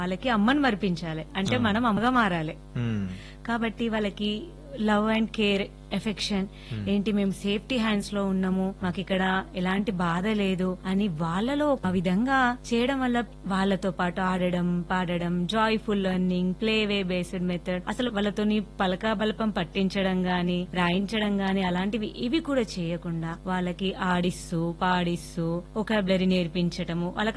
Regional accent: Gandhari, Telangana, India; ఇప్పుడు నేను పనిచేస్తున్న పాఠశాల నా స్వగ్రామం అన్నమాట.

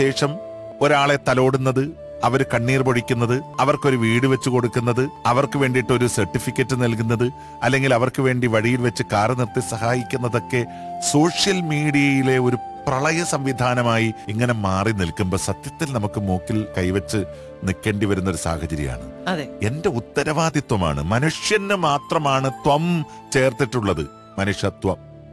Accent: Kasaragod, Kerala, India; now in Ernakulam, India; ഞാൻ കാസർഗോട്ട് സ്വദേശിയാണ്, ഞാൻ ജീവിക്കുന്നത് എറണാകുളത്താണ്.

